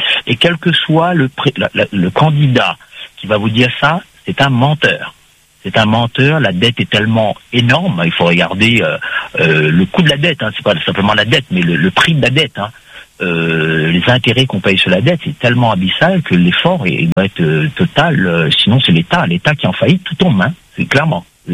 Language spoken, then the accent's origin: French; France; on est Français